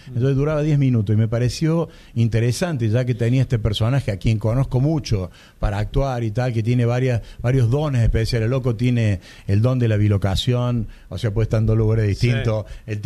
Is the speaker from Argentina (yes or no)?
yes; Argentina; todos somos argentinos.